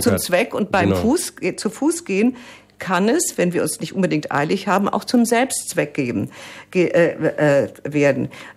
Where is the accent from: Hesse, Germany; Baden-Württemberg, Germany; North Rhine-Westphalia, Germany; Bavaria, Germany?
Hesse, Germany; Frankfurt; Also ich komme zum Beispiel aus Sachsenhausen, da sind verschiedene, da gibt es noch diese Struktur.